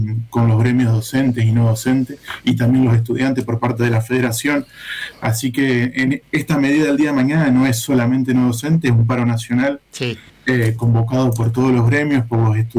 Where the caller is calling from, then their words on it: Paraná, Entre Ríos, Argentina; Acá arrancando la mañana en Paraná.